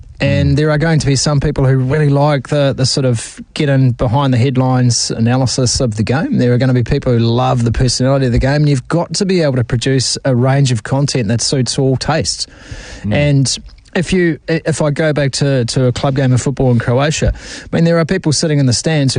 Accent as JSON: {"language": "English", "country": "New Zealand", "said": "When you go to, I think when you go to Europe as a Kiwi, you immediately feel a somewhat a relaxation of the repression of this country on your personality."}